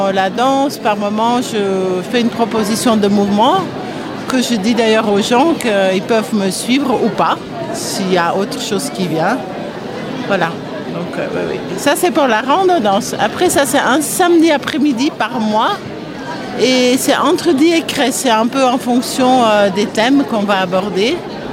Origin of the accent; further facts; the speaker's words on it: Flanders, Belgium; French is a second language; moved away as an adult; now in France; Je suis flamande.